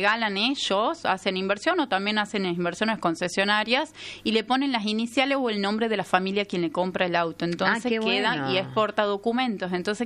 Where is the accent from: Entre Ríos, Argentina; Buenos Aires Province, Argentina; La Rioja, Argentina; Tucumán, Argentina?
Tucumán, Argentina; somos de acá, de Tucumán